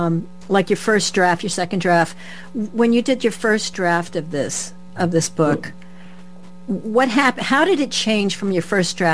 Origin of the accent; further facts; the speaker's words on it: United States; I grew up in Stanford.